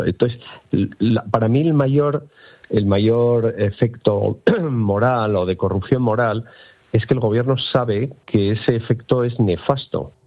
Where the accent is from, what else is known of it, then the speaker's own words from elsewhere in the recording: Bilbao, Basque Country, Spain; yo que soy de Bilbao